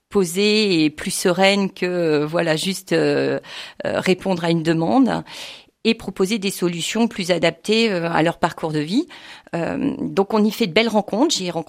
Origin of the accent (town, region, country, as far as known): Centre-Val de Loire, France